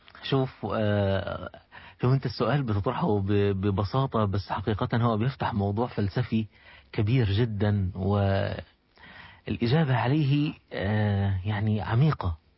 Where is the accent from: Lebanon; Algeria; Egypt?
Egypt; باعتباري شخص مصري